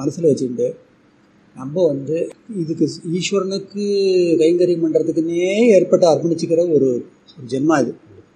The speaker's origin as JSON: {"language": "Tamil", "town": "Mayiladuthurai", "region": "Tamil Nadu", "country": "India", "tie": "born or raised there", "said": "மயிலாடுதுறை தான் எனக்கு ஊர், அப்படி அங்கே தான் இருக்கேன்"}